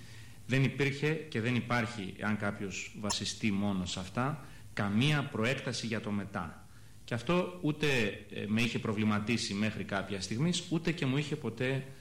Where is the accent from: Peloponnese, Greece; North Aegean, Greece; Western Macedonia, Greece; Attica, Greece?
Attica, Greece; Athens; born there; also born or lived in Hanover, Germany; Γεννήθηκα στην Αθήνα, όπως προαναφέρθηκε, και μεγάλωσα σε μια οικογένεια στην οποία κυριαρχούσε ανέκαθεν το ορθολογικό πνεύμα.